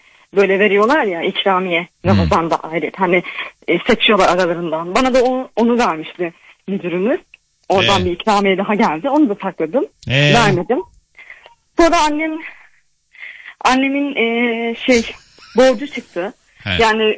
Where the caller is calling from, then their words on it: Düzce, Turkey; Düzce'den arıyorum